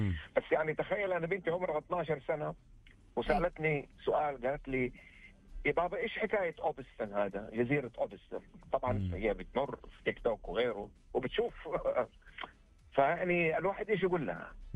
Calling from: Jeddah, Makkah Province, Saudi Arabia

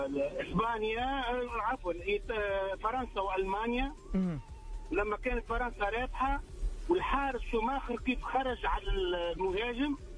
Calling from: Tunisia; وقتها كنت صغير عمري 5 سنوات وأنا تونسي

